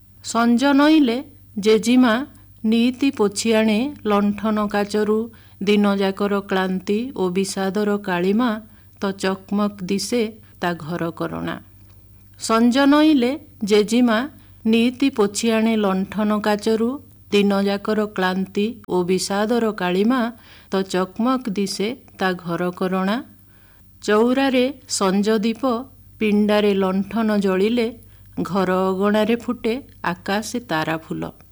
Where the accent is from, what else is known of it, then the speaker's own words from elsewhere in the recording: Odisha, India; ସୁନ୍ଦରଗଡ଼ ଜିଲ୍ଲାର ଗୋଟେ ଗାଁ, ପ୍ରାକୃତିକ ସୌନ୍ଦର୍ଯ୍ୟ ପରିପୂର୍ଣ୍ଣ ସେ ଗାଁଟି ଭିତରେ ମୋର ଛୁଆବେଳ କଟିଛି।